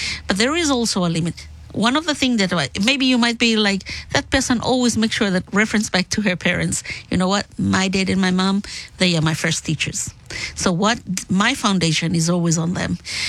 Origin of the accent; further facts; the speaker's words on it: Rennell and Bellona, Solomon Islands; I might be from Reynold Bellona. I might be a Polynesian, but my passport stated that I am a Melanesian because me come from the Solomon Islands.